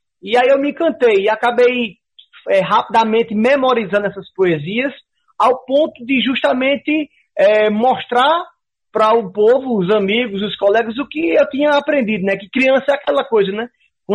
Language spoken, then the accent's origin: Portuguese; Caruaru, Pernambuco, Brazil; Eu sou daqui mesmo de Caruaru, né? Nasci em Caruaru, eu me criei e nunca morei em outro lugar, né? Sempre morei na cidade de Caruaru, a capital do forró, a princesinha do Agreste